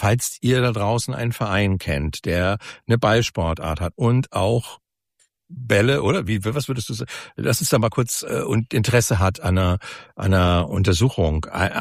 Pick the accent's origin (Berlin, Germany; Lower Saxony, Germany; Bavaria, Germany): Bavaria, Germany; Munich; Ich komme ja hier aus München